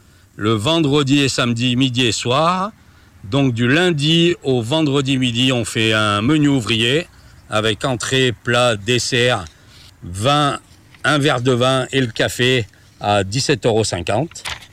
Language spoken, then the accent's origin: French; Clermont-Ferrand, Auvergne-Rhône-Alpes, France; moved away as an adult; now in Sancy, France; Je suis de Clermont-Ferrand. Et je suis dans le Sancy depuis 13 ans, où j'ai attaqué des saisons à Superbès, à Besse